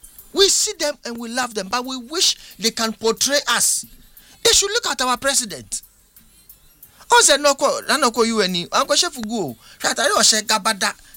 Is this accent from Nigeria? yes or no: yes; Nigeria; And I'm a Nigerian.